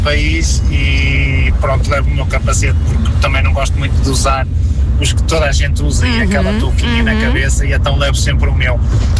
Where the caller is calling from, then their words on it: Madeira, Portugal; sou da Madeira